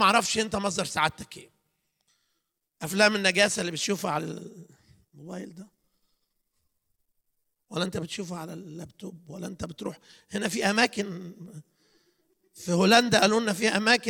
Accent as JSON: {"language": "Arabic", "country": "Egypt", "moved": "yes", "lives_now": "Netherlands", "said": "انا مصري وابويا مصري"}